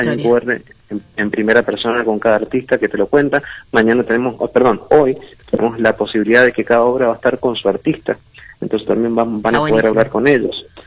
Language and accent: Spanish; Mendoza, Argentina